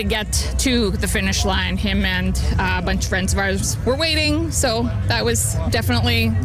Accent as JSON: {"language": "English", "region": "Saskatchewan", "country": "Canada", "said": "I'm from James Smith Cree Nation. So it was a memorial run for my people."}